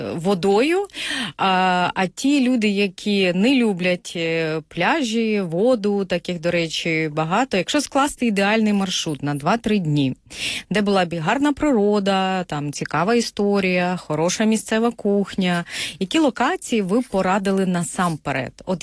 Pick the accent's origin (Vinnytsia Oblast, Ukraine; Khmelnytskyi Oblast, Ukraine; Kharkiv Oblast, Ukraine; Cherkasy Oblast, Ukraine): Vinnytsia Oblast, Ukraine; я теж родом з Вінниччини